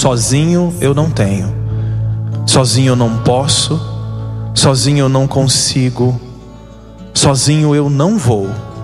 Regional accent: Paraná, Brazil; now in São Paulo, Brazil; sou natural do Paraná

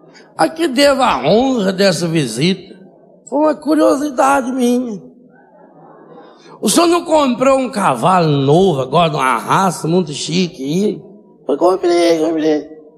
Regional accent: Minas Gerais, Brazil; Eu sou mineiro

